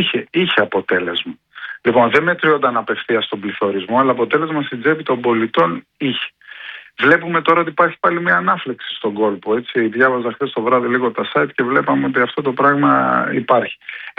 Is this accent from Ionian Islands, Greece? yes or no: no; Thalames, Peloponnese, Greece; από το χωριό μου στις Θαλάμες, στις Δυτικές Μάνες